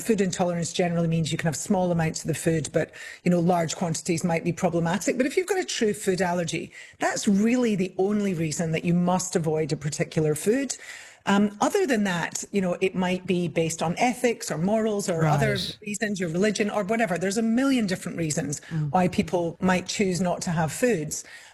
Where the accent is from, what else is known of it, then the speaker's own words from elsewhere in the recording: Scotland, United Kingdom; And I grew up in Scotland where venison is much more common than it is here because that's what our local meat is.